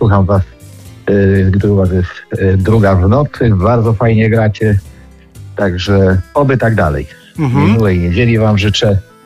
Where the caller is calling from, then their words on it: Toronto, Ontario, Canada; Ja dzwonię z Toronto, wasz słuchacz.